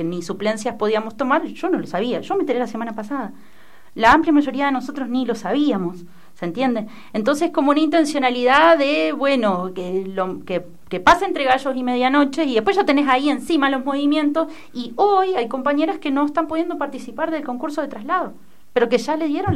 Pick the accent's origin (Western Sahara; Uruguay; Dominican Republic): Uruguay; now in Argentina; yo soy de Uruguay